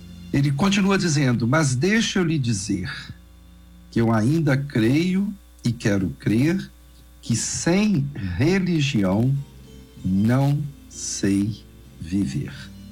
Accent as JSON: {"language": "Portuguese", "town": "Piau", "region": "Minas Gerais", "country": "Brazil", "said": "Eu vim de lá do interior. … vim lá do interior de Piau, onde a religião ainda é importante."}